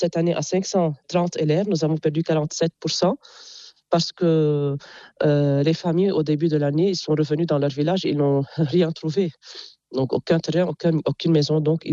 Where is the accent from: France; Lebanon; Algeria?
Lebanon; Jounieh, Keserwan-Jbeil; Et puisque je suis de Jounieh, vous voyez, L'élève ou bien l'enfant dépend de son environnement. À Jouni, il y a la plage, il y a la mer.